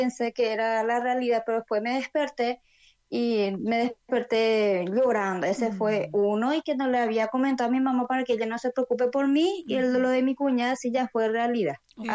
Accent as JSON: {"language": "Spanish", "town": "Luque", "region": "Central", "country": "Paraguay", "said": "yo me casé con un cristiano y tengo 3 hermosos hijos. Y soy de Luque, Paraguay. Yo crecí en una familia cristiana y tengo 6 hermanos."}